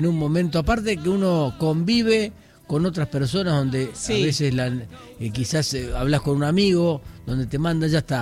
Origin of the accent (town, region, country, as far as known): Argentina